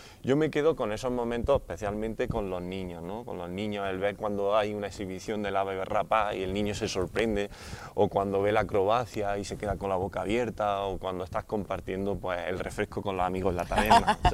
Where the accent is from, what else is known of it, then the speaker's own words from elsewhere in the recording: Úbeda, Andalusia, Spain; los que somos de Úbeda